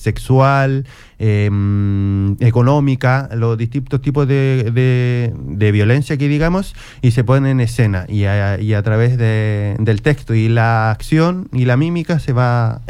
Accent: Iquique, Tarapacá, Chile; Gisela y yo, somos iquiqueños de acá de la ciudad

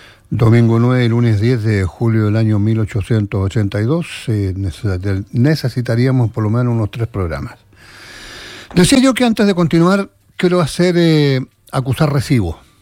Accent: Chile; Es un deber como hombre, un deber como soldado, un deber como chileno.

